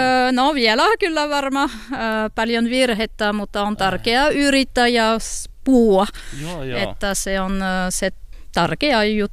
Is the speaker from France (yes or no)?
yes; France; Finnish is a second language; now in Finland; Olen ranskalainen. Olen tullut tällä kylälle 2001.